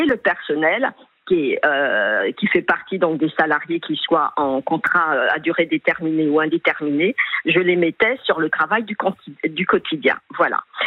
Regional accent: Île-de-France, France; puisque je suis des Hauts-de-Seine

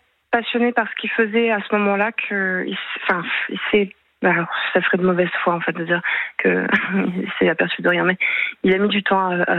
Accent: Hauts-de-France, France; moved away; Moi, je viens du Nord-Pas-de-Calais.

